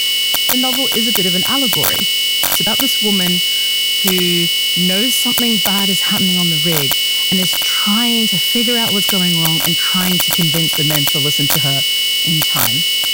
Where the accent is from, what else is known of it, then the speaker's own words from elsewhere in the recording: Australia; also born or lived in Sudan; So I'm a gal who loves a bit of an adventure. I was born in Sudan. I was raised in Australia.